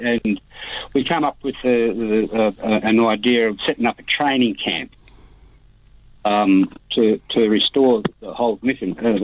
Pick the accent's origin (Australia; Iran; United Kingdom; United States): Australia; Bunbury, Western Australia; and he came to Bunbury, and I was born in Bunbury on Wardandi country, so I was brought up on Wardandi country.